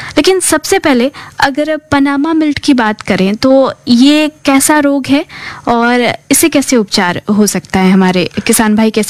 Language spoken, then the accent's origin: Hindi; Bihar, India; हम बिहारी हैं